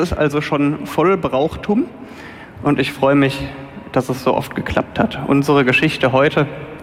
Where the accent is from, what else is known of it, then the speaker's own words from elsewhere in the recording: North Rhine-Westphalia, Germany; now in near Bonn, Germany; Ich bin Rheinländer, ne?